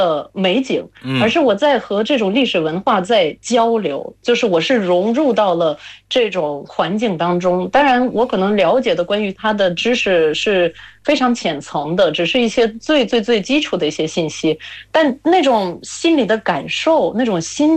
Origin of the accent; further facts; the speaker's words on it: Latvia; Chinese is a second language; moved away; 在我家乡可能情况也是一模一样的。我知道我们的家乡的那种传统服饰。